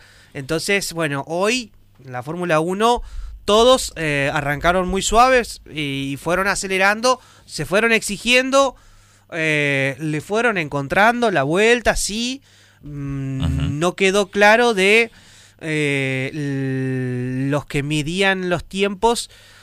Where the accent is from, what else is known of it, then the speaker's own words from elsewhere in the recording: Argentina; nosotros como argentinos